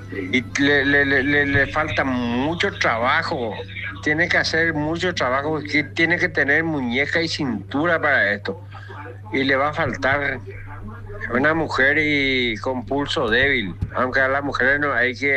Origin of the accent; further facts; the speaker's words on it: Asunción, Paraguay; born there; moved away; Aunque yo no soy de Asunción, nací en Asunción, pero me radiqué a otro lado.